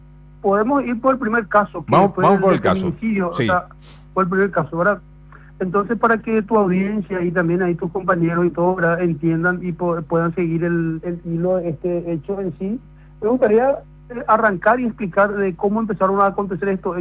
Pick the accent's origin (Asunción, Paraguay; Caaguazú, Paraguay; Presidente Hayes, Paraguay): Presidente Hayes, Paraguay; Villa Hayes; moved away; yo soy oriundo del Chaco paraguayo.